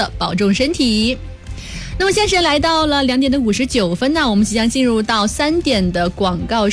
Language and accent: Chinese; Guangdong, China; 在咱们广东人应该是非常擅长的事情啊